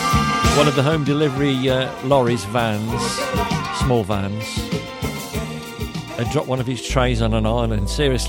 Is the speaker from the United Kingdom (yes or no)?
yes; United Kingdom; And being British, you slow down, don't you, to have a look what was in the tray.